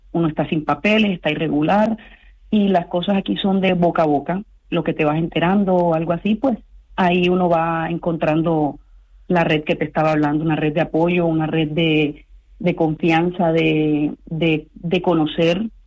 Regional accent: Cartagena, Bolívar, Colombia; moved away as an adult; Sí, soy de Cartagena, Colombia.

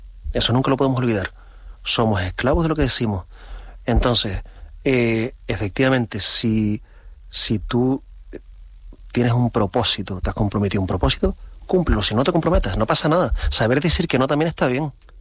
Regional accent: Canary Islands, Spain; yo soy canario, ¿vale? No soy canario porque en mi DNI ponga que nací en una isla o en otra. Soy canario porque es que siento Canarias como parte de mí.

